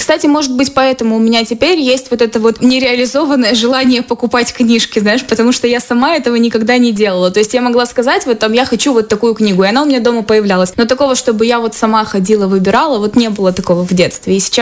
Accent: Chisinau, Moldova; у нас в Кишиневе

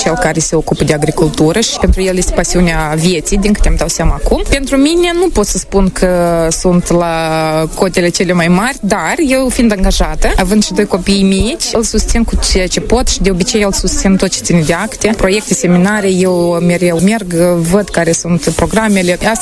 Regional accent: Hîncești, Hîncești District, Moldova; moved away as an adult; Suntem din Hâncești, Logănești. Aveam procurat apartamentul nostru, că soța noastră ne oricum ne chema acasă. Locuim în Hâncești deja de 5 ani.

